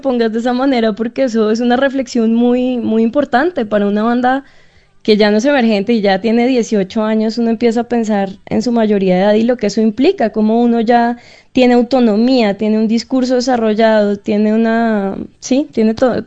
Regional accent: Chía, Cundinamarca, Colombia; yo, claro, me considero bogotana, pero en realidad soy de la periferia bogotana, yo soy de un lugar que se llama Chía.

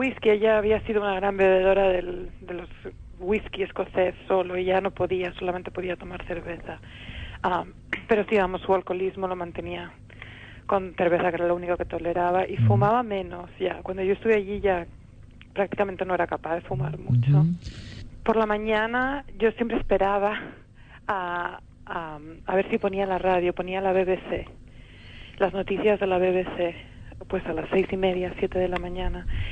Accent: Madrid, Community of Madrid, Spain; yo habiendo crecido en Madrid y siendo española

